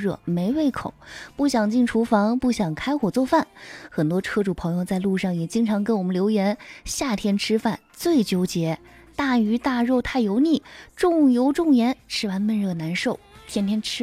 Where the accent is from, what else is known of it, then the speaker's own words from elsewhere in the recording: Xinjiang, China; 咱们新疆人口味